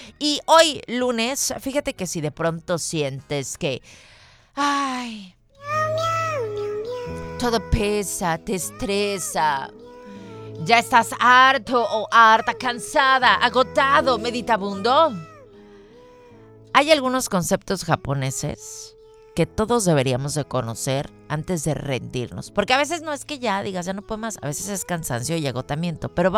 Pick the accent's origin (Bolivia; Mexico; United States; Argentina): Mexico